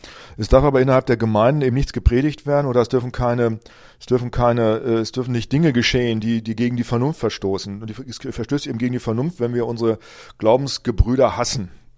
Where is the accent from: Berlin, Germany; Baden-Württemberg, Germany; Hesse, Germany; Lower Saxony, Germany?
Lower Saxony, Germany; Rinteln; ich hoffe dann auch in meiner alten Heimatgemeinde in Rinteln, dass dann da Leute, dass dort die Türen aufgehen und ich, dass ich reden kann und dass Leute zuhören.